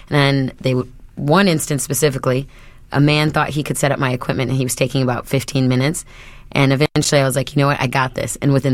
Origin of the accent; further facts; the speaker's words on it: Peoria, Illinois, United States; now in Chicago, United States; I'm originally from Peoria, or Dunlap. Nobody knows where that is. And what drew me to Chicago was that there was so much diversity here and so much culture.